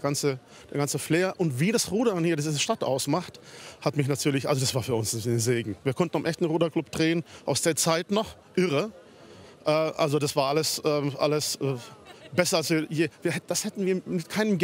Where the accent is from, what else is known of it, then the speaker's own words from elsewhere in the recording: Finland; ich komme ja aus Finnland